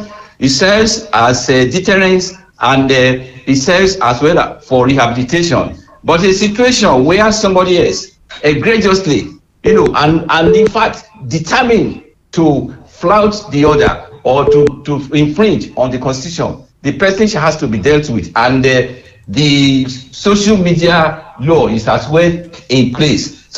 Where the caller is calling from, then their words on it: Iwaro-Oka, Ondo, Nigeria; I'm calling from Iwaroka.